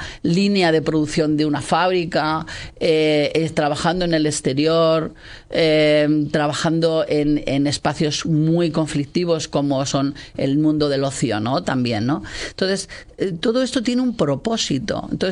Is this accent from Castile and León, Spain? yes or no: yes; Castile and León, Spain; Nos decidimos a estar aquí en Castilla y León porque somos de Castilla y León